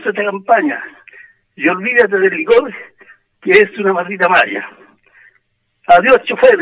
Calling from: Rengo, O'Higgins, Chile; De acá de las Torres, Barrio Alto.

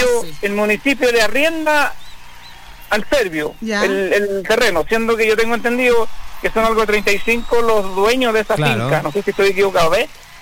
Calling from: Vallenar, Atacama, Chile; de mi tierra.

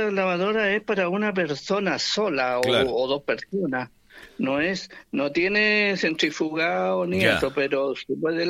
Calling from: San Vicente de Tagua Tagua, O'Higgins, Chile; De San Vicente.

